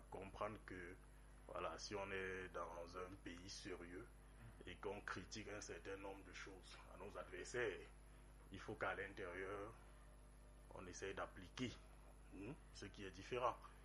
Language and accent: French; Cameroon; il faut quand même, on est des Camerounais, c'est pas de la corruption.